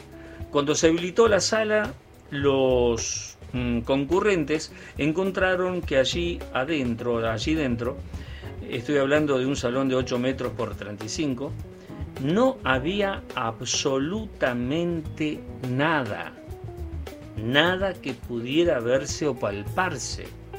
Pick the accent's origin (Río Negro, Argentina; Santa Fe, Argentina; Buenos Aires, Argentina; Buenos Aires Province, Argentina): Santa Fe, Argentina; El Trébol; producto de mis primeros y largos años en la escuela Doctor Antelo número 60 del Trébol, mi pueblo de crianza.